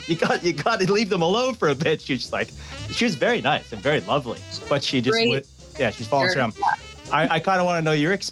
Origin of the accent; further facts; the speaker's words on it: Ajax, Ontario, Canada; growing up in Ajax